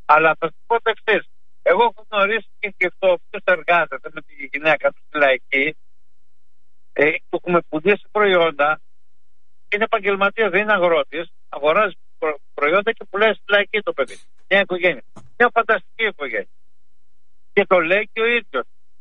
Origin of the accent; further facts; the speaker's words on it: Thebes, Central Greece, Greece; now in Larissa, Greece; Εγώ ζω στη Λάρισα, αλλά μεγάλωσα στη Θήβα.